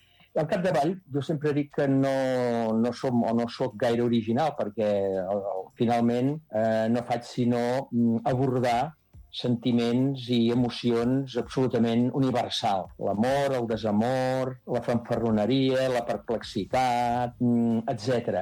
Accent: Taradell, Catalonia, Spain; moved away as an adult; havia estat, doncs, en fi, vivint fins als 25 anys en una masoveria, que és la masoveria familiar

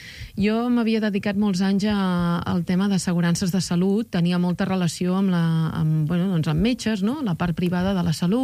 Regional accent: Catalonia, Spain; also born or lived in Madrid; com jo sóc catalana i a més catalanista

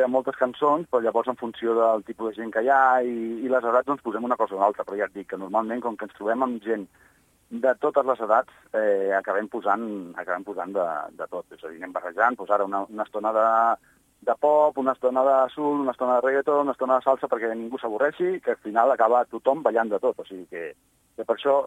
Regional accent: Cardedeu, Catalonia, Spain; Nosaltres som de Cardedeu

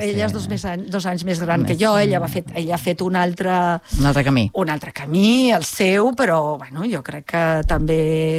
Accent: Barcelona, Catalonia, Spain; jo soc barcelonina, però jo em sento bastant del Baix Llobregat.

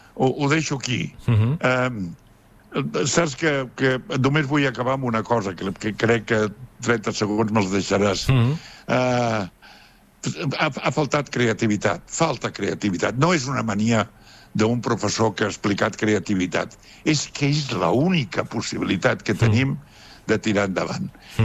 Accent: Sant Joan de les Abadeses, Catalonia, Spain; el meu poble, que és Sant Joan de les Abadeses

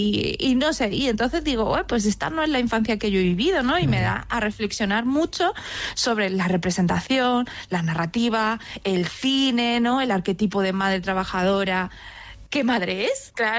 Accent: China; now in Spain; oye, es que yo soy china, pero tengo una familia española

